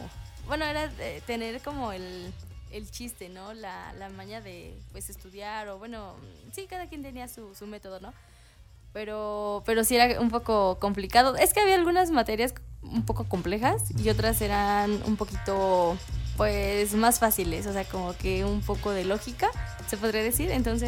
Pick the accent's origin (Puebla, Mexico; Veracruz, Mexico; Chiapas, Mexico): Puebla, Mexico; Teziutlán; yo, bueno, que soy aquí de Teziu